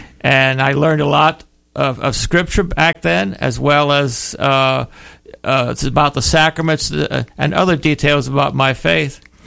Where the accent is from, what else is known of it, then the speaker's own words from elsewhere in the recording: Louisiana, United States; born there; now in Florida, United States; I'm born in South Louisiana, in the bayous of South Louisiana.